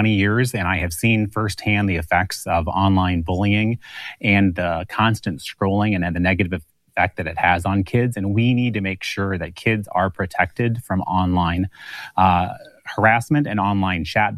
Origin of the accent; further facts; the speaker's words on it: Washta, Iowa, United States; My parents ran a small agricultural business in Washita, where I grew up in Cherokee County.